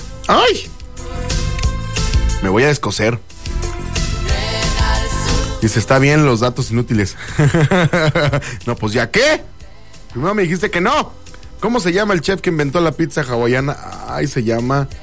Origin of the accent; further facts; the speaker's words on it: Mexico; las dos mesas como buen mexicano